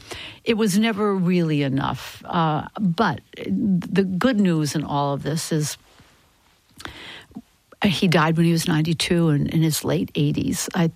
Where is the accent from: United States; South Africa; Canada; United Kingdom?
United States; Portland, Maine; I grew up Armenian in Portland, Maine.